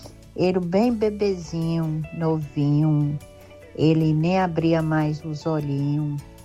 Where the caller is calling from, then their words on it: Guarujá, São Paulo, Brazil; daqui de Guarujá.